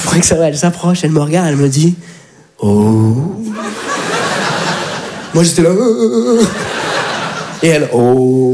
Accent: France; Je dis, mais papa, mais on est de France.

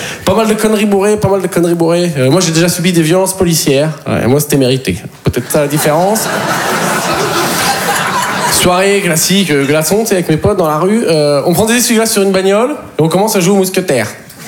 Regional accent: Poitiers, Nouvelle-Aquitaine, France; Savoir que moi, en plus, je viens de Poitiers. Donc, faut s'occuper. Tu peux pas aller au Futuroscope 5 fois par semaine

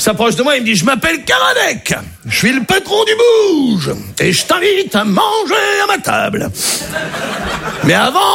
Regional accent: Brittany, France; Je suis breton. Moi, j'ai été accepté en Bretagne.

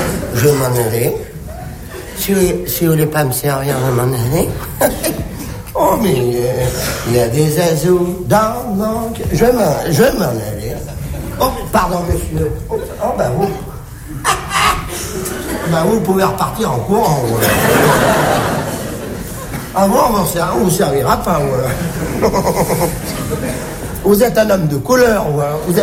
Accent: Dakar, Senegal; Je suis dakarois. Je suis né à Dakar. Mon papa et ma maman, ils sont de Limoges. Mais mon papa, sans le faire exprès, était fonctionnaire à Dakar.

